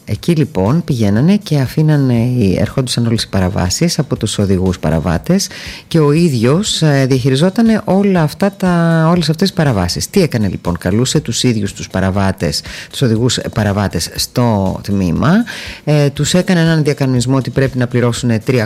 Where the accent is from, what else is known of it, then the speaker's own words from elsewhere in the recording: Volos, Thessaly, Greece; moved away; στην πατρίδα μου, γιατί από εκεί κατάγομαι, από το Βόλο